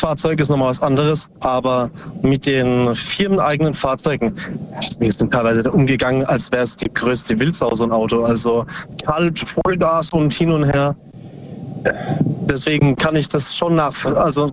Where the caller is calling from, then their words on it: Bruchsal, Baden-Württemberg, Germany; Aus Substadt Weiher. Nee, Bruchsal.